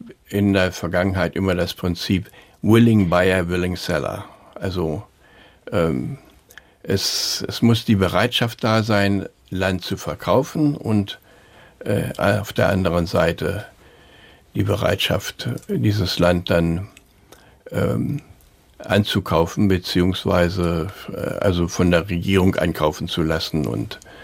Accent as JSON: {"language": "German", "country": "Germany", "tie": "born or raised there", "moved": "yes", "said": "ich komme ja aus Deutschland"}